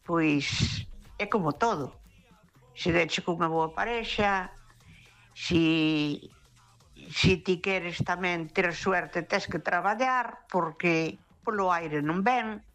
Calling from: Ferrol, Galicia, Spain; Bueno, un abraciño.

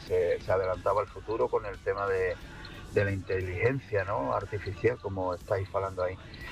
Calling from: Cádiz, Andalusia, Spain; Buenas noches … de Cádiz.

